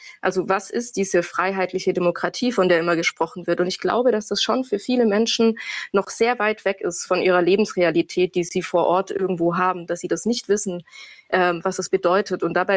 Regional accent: Baden-Württemberg, Germany; ich gehe nächste Woche wieder in den Schwarzwald, in meine Heimat

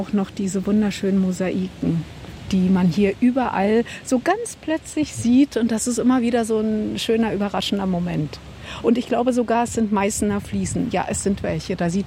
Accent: Bonn, North Rhine-Westphalia, Germany; Weil, wie gesagt, ich komme aus Bonn. In Bonn ist es so, jeder Quadratmeter wird genutzt

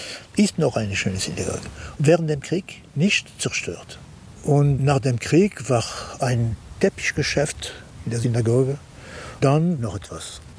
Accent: Luxembourg; Wir sind Luxemburger mit jüdischer Religion.

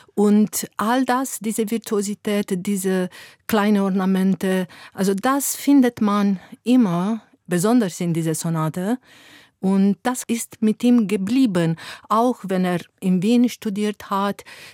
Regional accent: Romania; moved away; für mich als Rumänin

